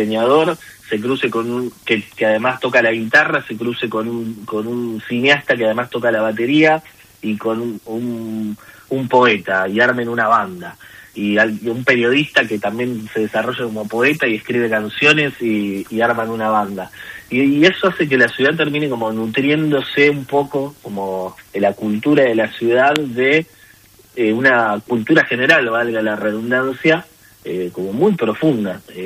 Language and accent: Spanish; La Plata, Buenos Aires Province, Argentina; siendo platense